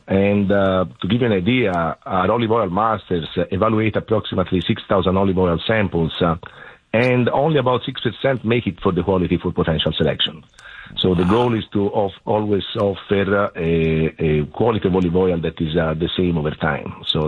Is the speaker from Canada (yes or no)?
no; Florence, Tuscany, Italy; moved away as an adult; now in United States; I'm originally from Florence. Personally, I'm from Florence, born and raised Firenze. Wow. And wow. I moved to the U.S. about 20 years ago because of my wife.